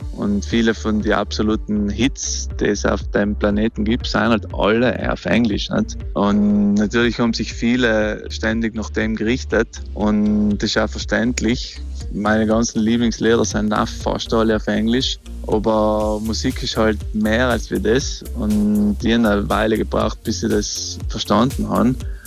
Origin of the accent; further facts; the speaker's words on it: South Tyrol, Italy; Ich wollte einfach eine Rückkehr sprachliche nach Südtirol machen, meine Heimat.